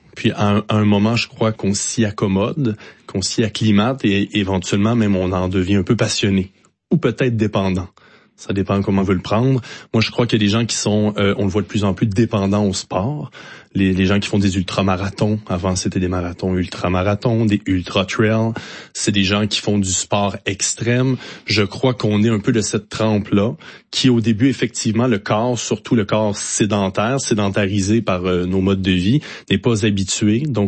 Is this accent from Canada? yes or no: yes; Quebec, Canada; Éboueur, chez nous au Québec, ça réfère au français.